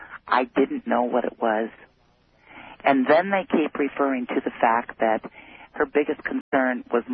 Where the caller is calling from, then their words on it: Fairbanks, Alaska, United States; I'm calling from Fairbanks.